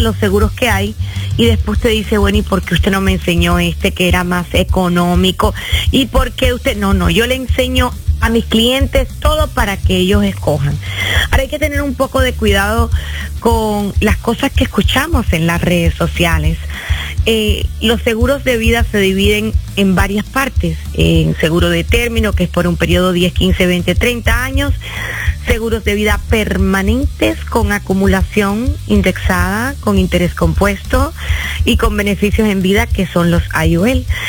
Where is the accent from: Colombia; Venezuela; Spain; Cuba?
Cuba; moved away; Pero antes quiero contarles que no, soy cubana, pero que tengo un corazón con un pedacito ecuatoriano.